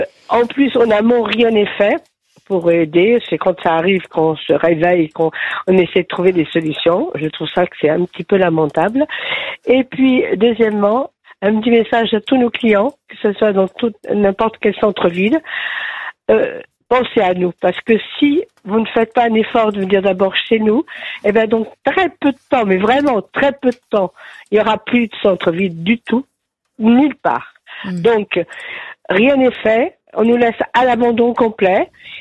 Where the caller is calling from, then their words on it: Yerres, Île-de-France, France; je suis à Hyères dans l'Essonne.